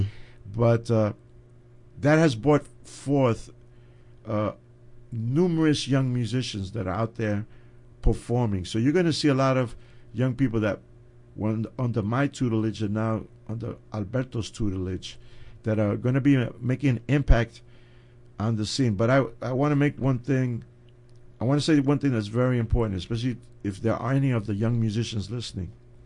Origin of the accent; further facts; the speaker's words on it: New York, United States; the Bronx Music Hall, which is at 438 East 163rd Street, 10 blocks from where I grew up on East 153rd Street in the Melrose Project, and right near where Arsenio used to live